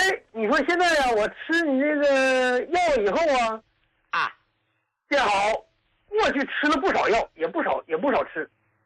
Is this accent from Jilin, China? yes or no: no; Qiqihar, Heilongjiang, China; 我是黑龙江的。